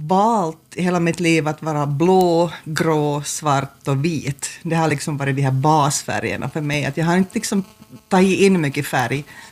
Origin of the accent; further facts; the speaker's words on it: Jakobstad, Ostrobothnia, Finland; moved away as an adult; also born or lived in United States; now in Vörå, Finland; jag är född i Vörå, förstås född på Centralsjukhuset i Vasa, men sen flyttade vi till Jakobstad, så barndomen och ungdomen så bodde i Jakobstad. Och sen så 1989 så flyttade jag till USA.